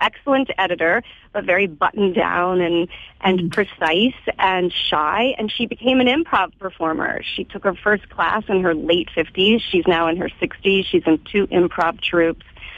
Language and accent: English; Louisville, Kentucky, United States; I grew up in Louisville, Kentucky. I went to Churchill Downs many times. It's the home of the Kentucky Derby.